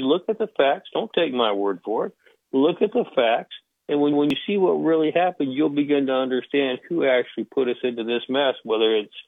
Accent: Mexico; You know, I grew up in Mexico. My parents are missionaries.

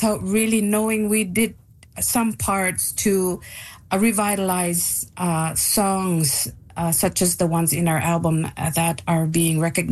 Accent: Resolute Bay, Nunavut, Canada; also born or lived in Ottawa; I'm from Canada's second most northern community in Resolute Bay. And Resolute Bay is very far from Ottawa, where I went to school.

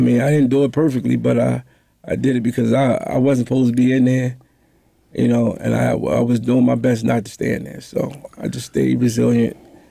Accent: Baltimore, Maryland, United States; Yeah, I was born in Baltimore, around the Poplar Grove area. Grew up.

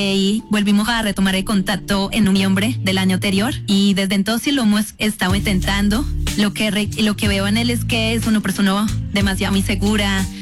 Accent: Colombia; also born or lived in Spain; Él es de Noruega, yo soy de Colombia, pero nació en España.

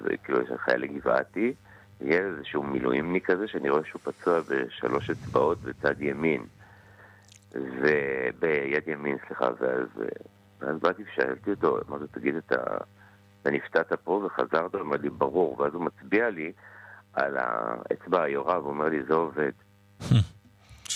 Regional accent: Hosen, Northern District, Israel; הבית שגדלתי בו במושב בגליל

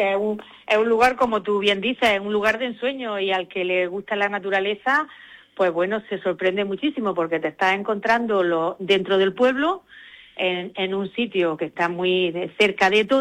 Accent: Cantoria, Andalusia, Spain; no solo lo disfrutamos los cantorianos y las cantorianas

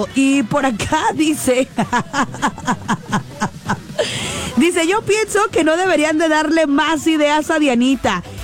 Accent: Mexico

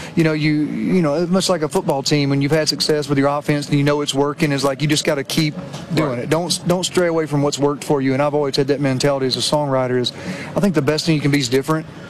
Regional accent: Alabama, United States; I couldn't be more proud of where I'm from and the state of Alabama.

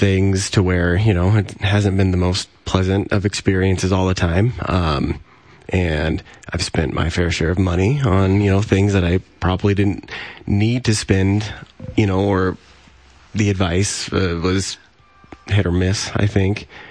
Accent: Norfolk, Nebraska, United States; So I'm from Norfolk, much smaller than Lincoln, but still not, you know, the tiniest town in, you know, Nebraska and all that.

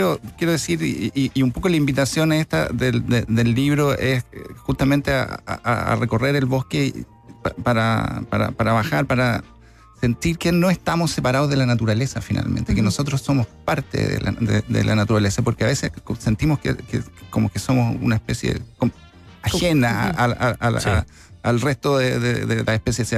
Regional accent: Santiago, Santiago Metropolitan Region, Chile; moved away; also born or lived in southern Chile; yo soy originario de Santiago, después me fui al sur y después volví a Santiago.

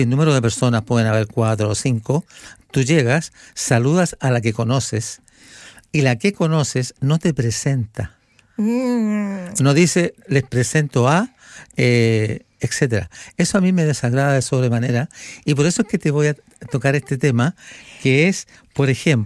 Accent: Santiago, Santiago Metropolitan Region, Chile; moved away; nosotros los que somos de Santiago, somos santiaguinos.

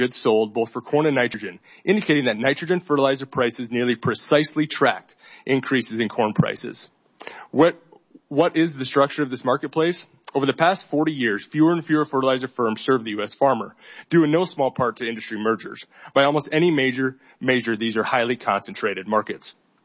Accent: Hamel, South Dakota, United States; I'm a farmer from Hamel, South Dakota, and president of the South Dakota Corn Growers Association.

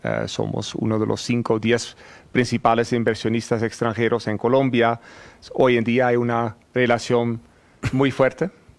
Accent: Netherlands; Nosotros somos neerlandeses, pero claramente y principalmente por el fútbol nos convertimos en Holanda, en holandeses.

